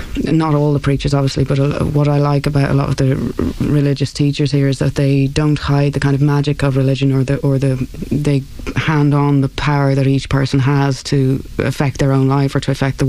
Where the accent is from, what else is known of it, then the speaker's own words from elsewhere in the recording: Ireland; I guess just as an Irish person here, I was living in Atlanta there for about 4 months last year